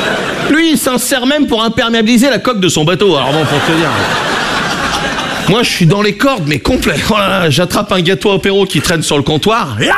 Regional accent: Brittany, France; Je suis breton. Moi, j'ai été accepté en Bretagne.

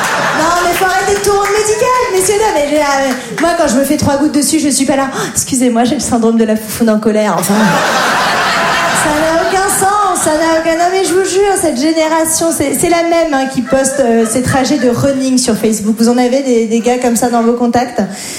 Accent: Grand Est, France; born or raised there

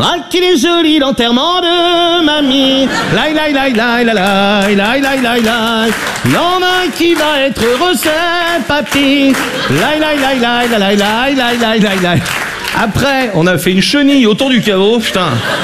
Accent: Brittany, France; je suis breton, j'ai 20 ans.

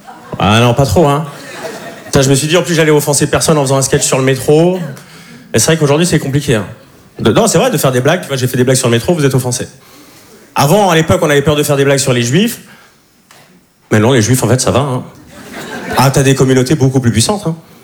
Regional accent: Switzerland; moved away as an adult; now in Paris, France; je suis suisse, ça fait 2 ans que j'habite à Paris.

